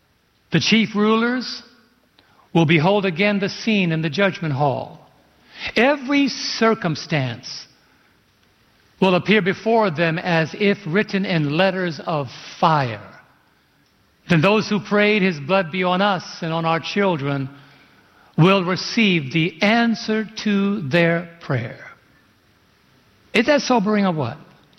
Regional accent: New York City, New York, United States; I'm from Brooklyn. There are a lot of Hasidic and religious Jews that are there.

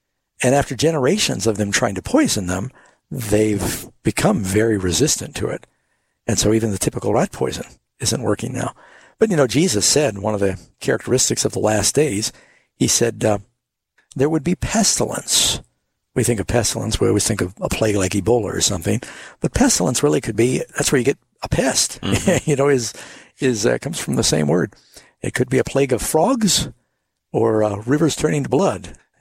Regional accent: New York City, New York, United States; Yeah, well, I grew up largely in New York City

